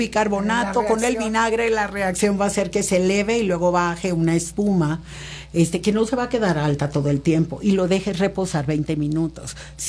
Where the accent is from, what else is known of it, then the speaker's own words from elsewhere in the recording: Tabasco, Mexico; Lo que pasa es que allá en mi pueblo dirían, en Tabasco, que hace tanto calor, todo lo que esté frío vale, vale más.